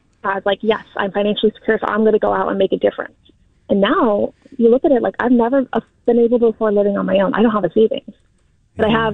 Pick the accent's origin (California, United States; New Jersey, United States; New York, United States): California, United States; Martinez; I go to San Francisco. I work in Berkeley. Like I grew up in Martinez.